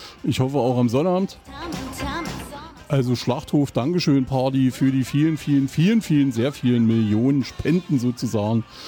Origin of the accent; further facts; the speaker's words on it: Eisenach, Thuringia, Germany; ich komme aus Eisenach.